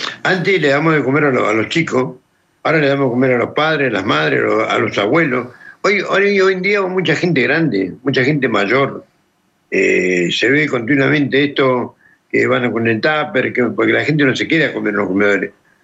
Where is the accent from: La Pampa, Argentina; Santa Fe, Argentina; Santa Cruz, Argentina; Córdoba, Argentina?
Santa Cruz, Argentina; Caleta Olivia; moved away; mi ciudad, que es Caleta Olivia